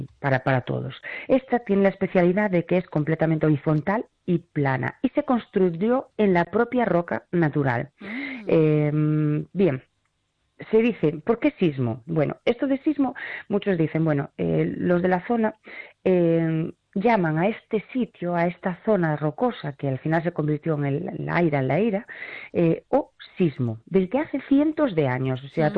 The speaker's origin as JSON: {"language": "Spanish", "region": "Galicia", "country": "Spain", "said": "como somos los gallegos"}